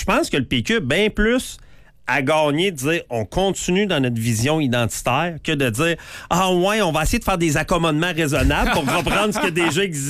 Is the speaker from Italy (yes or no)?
no; Quebec, Canada; en tant que Québécois de 46 ans.